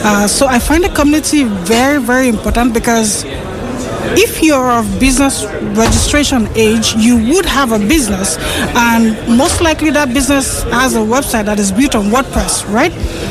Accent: Nigeria; now in Albania; I'm from Nigeria, but I live in Albania.

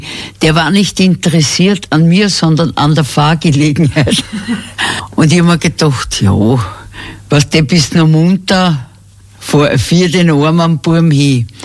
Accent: Cologne, North Rhine-Westphalia, Germany; now in Vienna, Austria; Ich war Kölnerin eigentlich.

